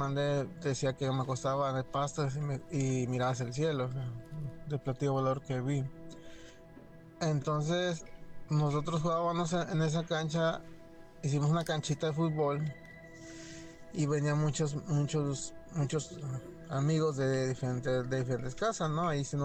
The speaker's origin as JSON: {"language": "Spanish", "region": "San Luis Potosí", "country": "Mexico", "tie": "born or raised there", "said": "Yo vengo de... soy nativo de San Luis Potosí."}